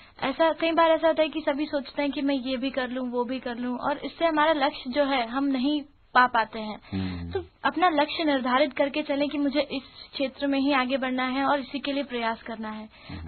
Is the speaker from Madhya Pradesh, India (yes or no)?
yes; Indore, Madhya Pradesh, India; born there; संतोष जी, इंदौर में ही मेरा जन्म हुआ है और मेरे परिवार में मेरे मम्मी हैं, मेरे पिताजी हैं